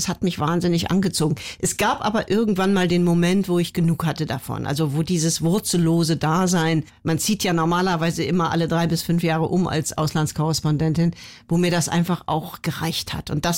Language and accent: German; Cologne, North Rhine-Westphalia, Germany; ich bin ja Kölnerin eigentlich